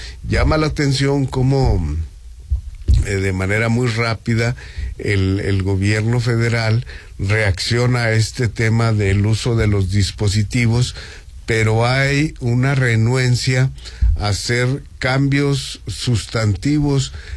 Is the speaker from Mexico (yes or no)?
yes; Mexico